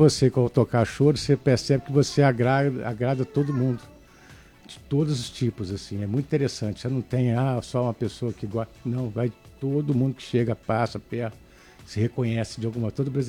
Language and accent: Portuguese; Brazil; como brasileiro senti a falta disso